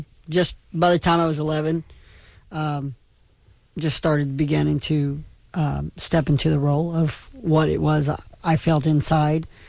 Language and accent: English; Fort Worth, Texas, United States; I grew up in Fort Worth, Texas.